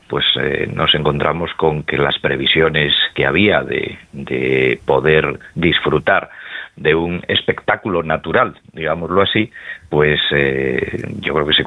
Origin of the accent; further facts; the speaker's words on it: Asturias, Spain; Bueno, pues en mi tierra, en Asturias.